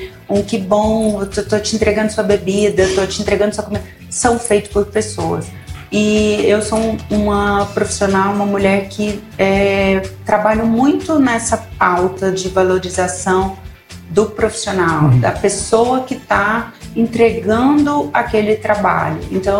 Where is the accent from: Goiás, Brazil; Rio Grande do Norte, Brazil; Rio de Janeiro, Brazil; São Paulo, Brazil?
Goiás, Brazil; Goiânia; born there; moved away as an adult; now in Brasília, Brazil; nasci em Goiânia, tenho uma mãe incrível, dois irmãos. Eu sou do meio, vim para Brasília com 23 anos, amo a cidade, se tornou minha cidade, meu lar.